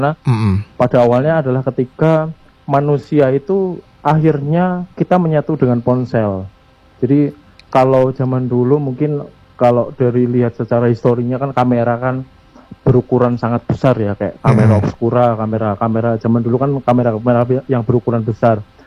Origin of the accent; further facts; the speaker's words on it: Semarang, Central Java, Indonesia; moved away as an adult; now in Yogyakarta, Indonesia; Kebetulan saya sekarang tinggal, saya asli Semarang, tapi saat ini masih sedang menyelesaikan studi saya di ISI Jogja.